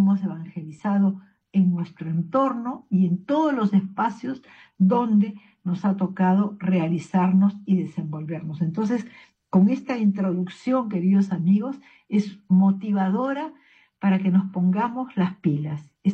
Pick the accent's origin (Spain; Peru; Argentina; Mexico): Peru